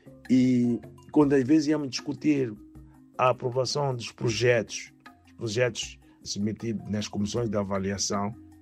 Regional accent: Mozambique; now in Germany

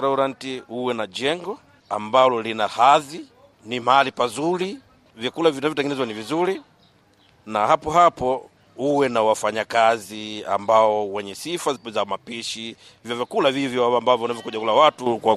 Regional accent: Mueda, Cabo Delgado, Mozambique; born or raised there

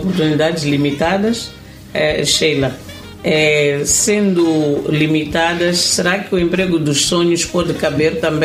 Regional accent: Mozambique; se formos olhar para a nossa realidade como moçambicanos

